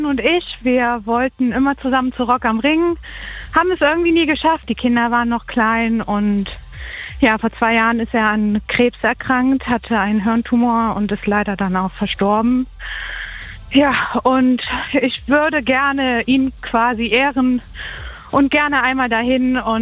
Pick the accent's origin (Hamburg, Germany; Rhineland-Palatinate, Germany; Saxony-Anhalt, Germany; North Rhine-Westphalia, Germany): North Rhine-Westphalia, Germany; Erkelenz; Aus Erkelenz.